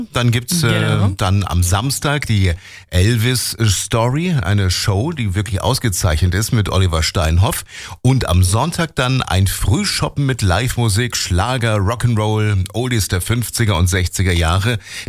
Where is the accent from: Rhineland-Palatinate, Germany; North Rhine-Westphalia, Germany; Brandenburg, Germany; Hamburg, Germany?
Brandenburg, Germany; Falkensee; Und ja, in meiner Heimatstadt in Falkensee, da gibt es auch was Besonderes.